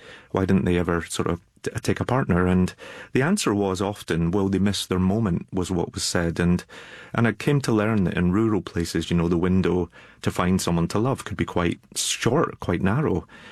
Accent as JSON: {"language": "English", "town": "Glasgow", "region": "Scotland", "country": "United Kingdom", "tie": "born or raised there"}